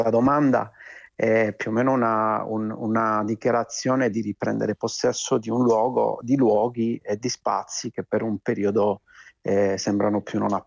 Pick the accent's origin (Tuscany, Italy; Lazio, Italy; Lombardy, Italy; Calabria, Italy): Calabria, Italy; moved away as an adult; now in Sardinia, Italy; io sono calabrese, mi sono trasferito a vivere in Sardegna da 13 anni